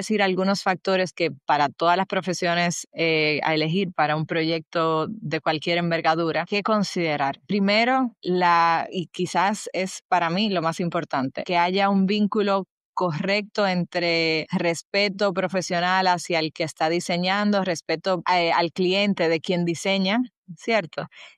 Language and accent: Spanish; Dominican Republic; tanto en mi país, República Dominicana